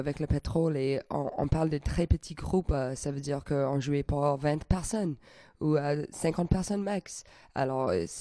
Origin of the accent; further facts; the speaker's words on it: Edmonton, Alberta, Canada; je viens d'Edmonton, qui est la capitale d'Alberta. Et c'est une ville de plus de 1 million de personnes. Mais c'est bizarre parce que personne ne connaît. C'est un peu fameux parce qu'on a le plus grand botte de cowboy dans le monde.